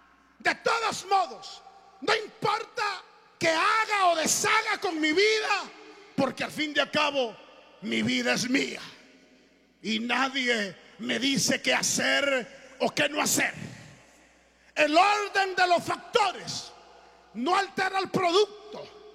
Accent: Tiquisate, Escuintla, Guatemala; Yo soy de Tiquizate, Escuintla. Allí, de allí soy, hermano.

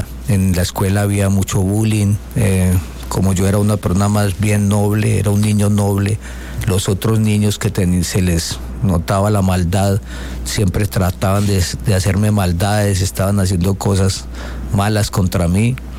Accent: Medellín, Antioquia, Colombia; Sí, yo soy de Medellín, de la ciudad linda de Medellín. Allí crecí en la Comuna 13, que es una de las comunas más violentas de Colombia.

